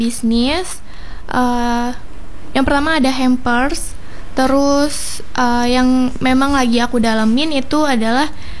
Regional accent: Murung Raya, Central Kalimantan, Indonesia; Iya, aku dari Murung Raya.

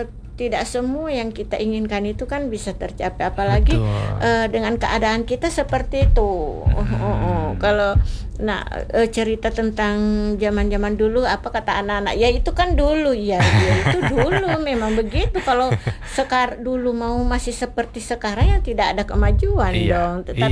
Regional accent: South Sulawesi, Indonesia; moved away; orang kita Bugis itu seperti itu juga, macam perantau seperti saya. sudah pergi dari kampung

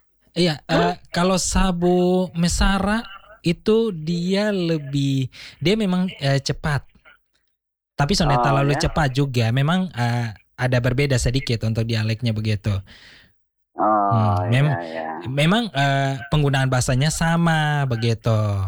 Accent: East Nusa Tenggara, Indonesia; itulah yang menjadi apa ya kebanggaan dari kotong, ciri khas dari kotong sebagai orang NTT, sebagai pengguna bahasa ibu yang sangat beragam.

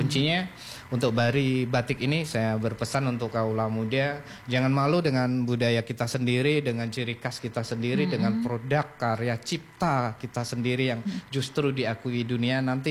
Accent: Yogyakarta, Special Region of Yogyakarta, Indonesia; now in Pemali, Indonesia; saya sendiri ya asli dari Pulau Jawa sana, tepatnya ada di lingkungan Jogja sana

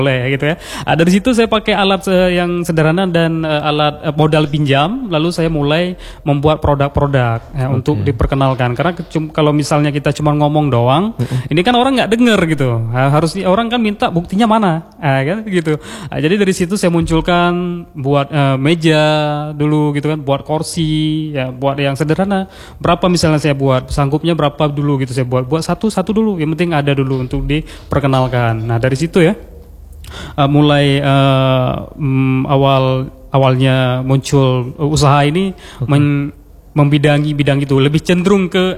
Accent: Aceh, Indonesia; Kan selama ini kita sebagai orang Aceh kan terkenal dengan hal lain gitu

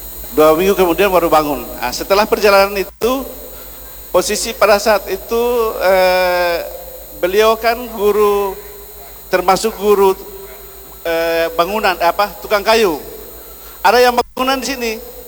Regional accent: Ternate, North Maluku, Indonesia; now in Papua, Indonesia; asal dari Dufa-Dufa.

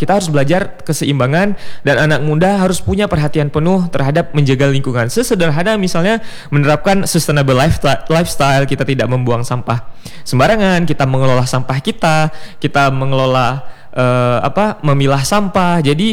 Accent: Aceh, Indonesia; di desa saya. Di Allahab, Cot Gire, Kabupaten Aceh Utara.

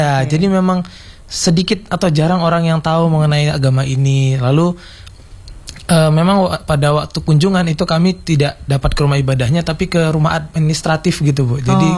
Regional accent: Jember, East Java, Indonesia; born there; Jadi saya itu lahirnya di sini karena memang keluarga asli di sini, cuman karena orang tua bekerja di Ri

